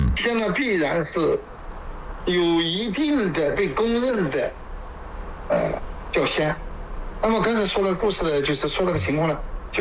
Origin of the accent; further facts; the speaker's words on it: Yuping, Guizhou, China; 我是玉屏的，这只箫呢是我的先祖他们制作的，